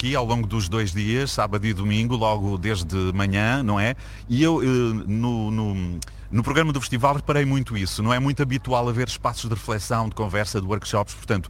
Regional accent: Algarve, Portugal; accent: Algarvian; não estou aqui a utilizar a minha pronúncia algarvia

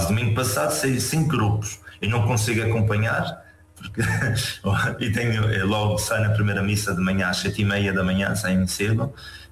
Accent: Madeira, Portugal; Não sou da Camacha, mas da Ilha da Madeira.

